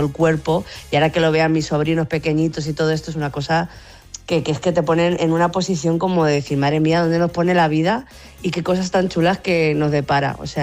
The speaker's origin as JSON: {"language": "Spanish", "region": "Castilla-La Mancha", "country": "Spain", "tie": "born or raised there", "said": "yo mi pueblo de Castilla-La Mancha, con ese helado de corte"}